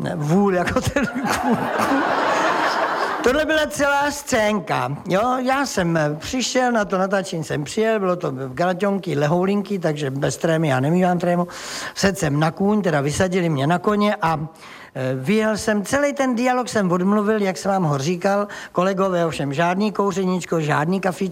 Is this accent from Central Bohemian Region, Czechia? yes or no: no; South Bohemian Region, Czechia; řeknu, promiňte, já jsem blbej Jihočech a pojedu domů